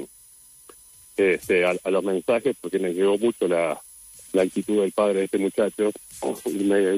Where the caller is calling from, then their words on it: Uruguay; todos mis hermanos tienen nombres italianos. Pero no, soy bien uruguayo.